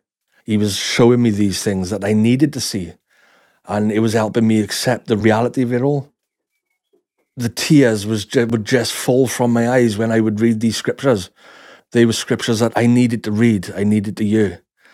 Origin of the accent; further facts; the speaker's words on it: Ebbw Vale, Wales, United Kingdom; I'm from Ebervale, South Wales. I've always been a believer in God since I was very young. I went to a Catholic school when I was growing up, and then on to a secondary school, which was Catholic as well.